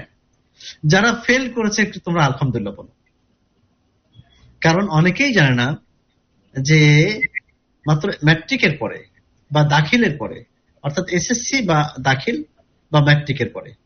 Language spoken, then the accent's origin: Bangla; Kushtia, Khulna Division, Bangladesh; আমি চেষ্টা করলাম, আমার বাড়ি কুষ্টিয়া, আমি ঢাকাতে চলে আসলাম, কোচিং করলাম